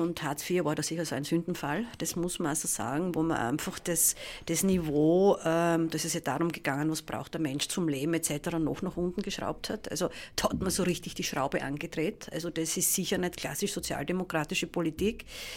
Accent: Styria, Austria; ich komme aus der Weststeiermark

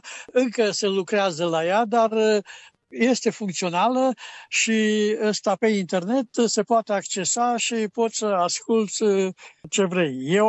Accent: Romania; also born or lived in Graz; now in Austria; sunt român.

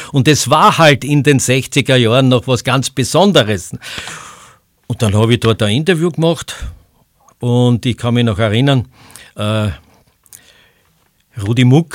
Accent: Styria, Austria; accent: Styrian

